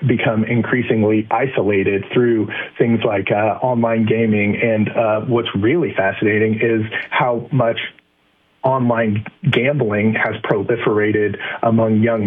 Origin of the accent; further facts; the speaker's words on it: Illinois, United States; my home state of Illinois